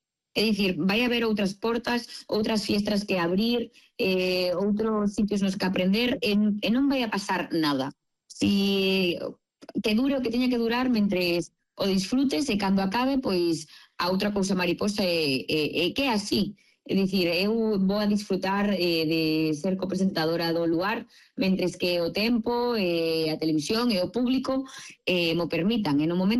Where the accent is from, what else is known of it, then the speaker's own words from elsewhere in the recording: Vigo, Galicia, Spain; Pois mira, aproveitando que son de Vigo